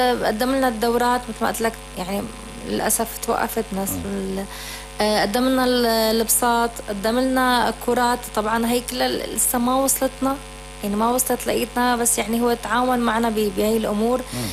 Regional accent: Syria; عندنا بسوريا

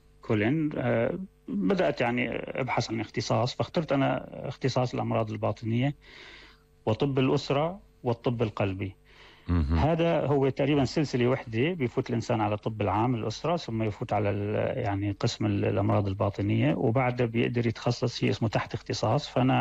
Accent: Syria; moved away as an adult; أنا جاي من سوريا لحتى أدرس طب.

